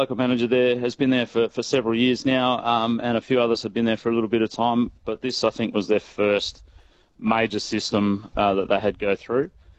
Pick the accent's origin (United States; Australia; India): Australia; Western Australia; moved away; I grew up in the Pilbara